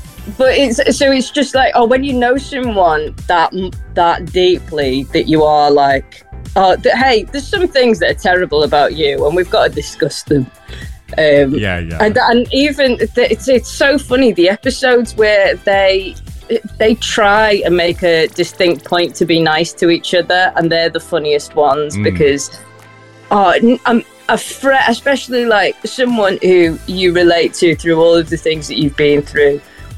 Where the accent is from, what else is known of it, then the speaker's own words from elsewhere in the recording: Liverpool, North West England, United Kingdom; accent: Scouse; also born or lived in Preston; now in Manchester, United Kingdom; Yeah, yeah. So I'm from Liverpool originally, but I live in Manchester now.